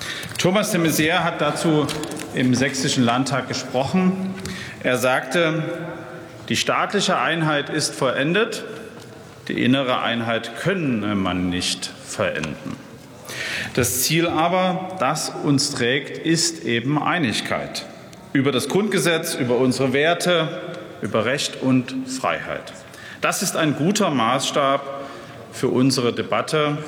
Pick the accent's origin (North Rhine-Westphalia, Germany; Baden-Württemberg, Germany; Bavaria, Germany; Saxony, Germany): Saxony, Germany; Dresden; Ich selbst bin Dresdner.